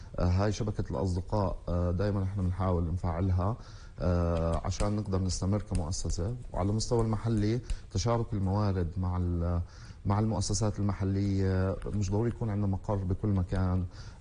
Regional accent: Palestine; وإحنا الفلسطينيين عايشين على الأمل

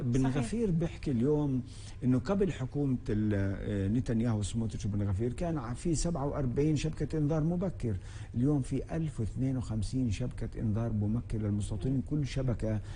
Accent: Palestine; احنا اليوم كفلسطينيين

